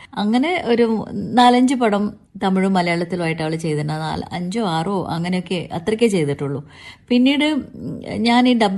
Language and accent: Malayalam; Kannur, Kerala, India; born there; moved away; also born or lived in Chennai; ഞാൻ ജനിച്ചത് കണ്ണൂരാണ്.